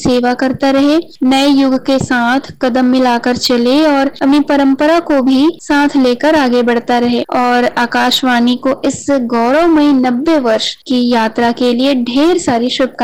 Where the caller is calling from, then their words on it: Dhamtari, Chhattisgarh, India; मैं धमतरी की रहने वाली हूँ।